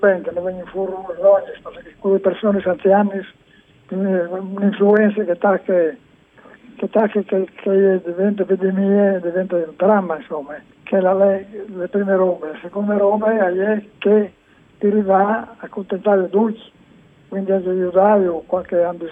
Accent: Palmanova, Friuli-Venezia Giulia, Italy; sono di Palma, sono del paese d'Oglie.

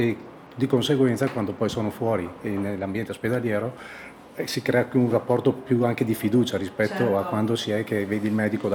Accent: Verona, Veneto, Italy; io sono di Verona

